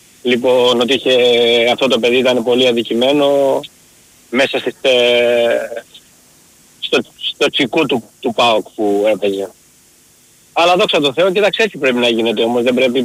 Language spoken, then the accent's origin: Greek; Thessaloniki, Central Macedonia, Greece; Εγώ έχω μεγαλώσει στη Θεσσαλονίκη. Μετά έφυγα και ήρθα εδώ, από τη Θεσσαλονίκη ήρθα εδώ.